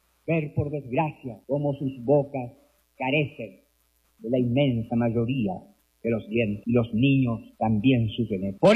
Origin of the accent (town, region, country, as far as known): Chile